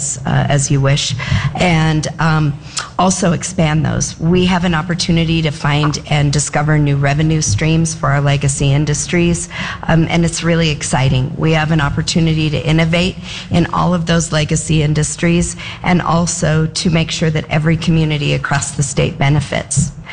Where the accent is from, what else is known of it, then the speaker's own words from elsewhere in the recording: Gillette, Wyoming, United States; I grew up in Gillette, where my family's livelihood was dependent on the boom and bust of mostly oil and gas